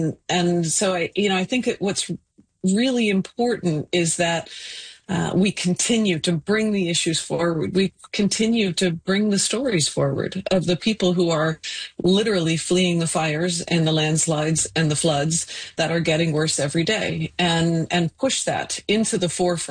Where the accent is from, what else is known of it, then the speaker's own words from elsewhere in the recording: British Columbia, Canada; I'm, as a Canadian, embarrassed on international stages